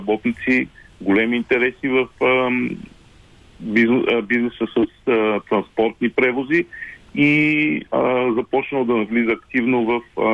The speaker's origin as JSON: {"language": "Bulgarian", "town": "Plovdiv", "region": "Plovdiv Province", "country": "Bulgaria", "tie": "born or raised there", "moved": "yes", "said": "въпреки че съм от Пловдив, да, рождение и възпитание, излязах от града през 83-та година"}